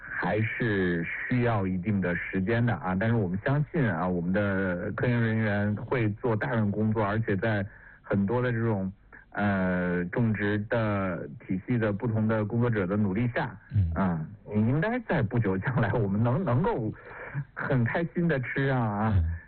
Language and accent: Chinese; China; 这就会越来越适合我们中国人的咖啡杯了。